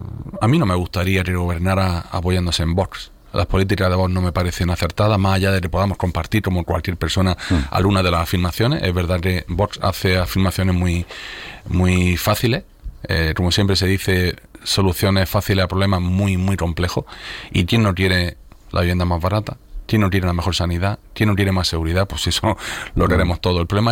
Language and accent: Spanish; Almería, Andalusia, Spain; los almerienses somos más murcianos que andaluces!